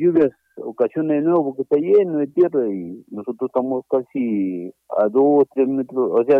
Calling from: Arequipa, Peru; nosotros somos de Caima

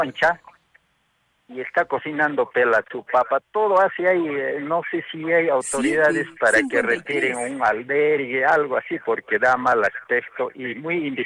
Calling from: Arequipa, Peru; Yo soy poblador de Cono Norte, margen derecho de Cerro Colorado.

